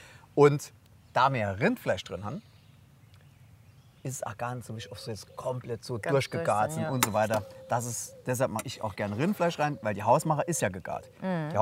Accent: Saarland, Germany; Wie sich das gehört als richtiger Saarländer.

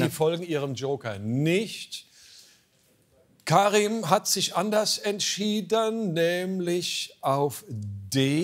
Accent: Offenbach am Main, Hesse, Germany; als gebürtiger Offenbacher.

